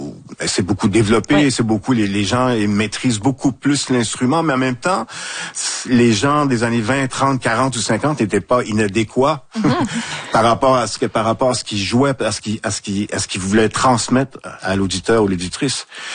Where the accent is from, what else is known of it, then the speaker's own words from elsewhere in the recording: Saguenay, Quebec, Canada; Je viens de Saguenay. J'ai été éduqué, élevé à côté de l'usine d'Alcan.